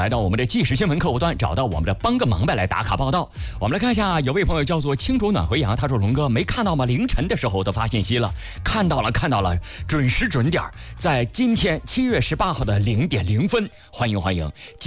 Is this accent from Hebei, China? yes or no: yes; Dingzhou, Hebei, China; 我的老家是定州。